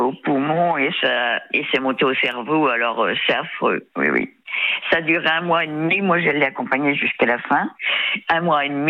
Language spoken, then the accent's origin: French; Saint-Nazaire, Pays de la Loire, France; Oui, voilà, Saint-Nazaire, oui.